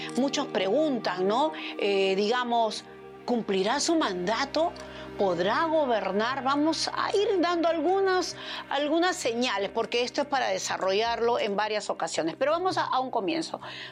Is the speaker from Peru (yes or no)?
yes; Peru; Todos somos peruanos